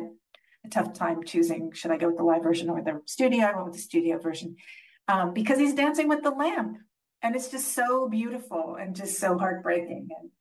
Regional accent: California, United States; moved away as an adult; now in England; I've worked in the US. I'm from California. And I've been working in England for about 11 years now. I've lived here. It's my home. It's my permanent home.

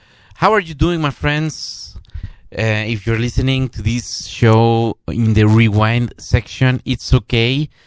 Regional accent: Toluca, State of Mexico, Mexico; moved away; this guy is from my hometown, Toluca in Mexico.

